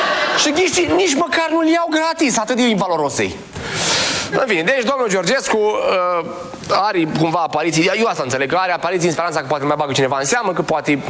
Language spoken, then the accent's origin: Romanian; Romania; Ați observat că noi nu prea, ca români, noi nu vorbim, când avem sume mai mari, noi nu mai vorbim în lei